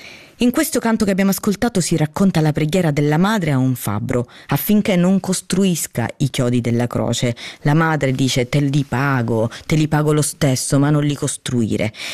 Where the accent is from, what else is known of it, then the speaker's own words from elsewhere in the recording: Paternò, Sicily, Italy; born there; sono nata a Paternò in provincia di Catania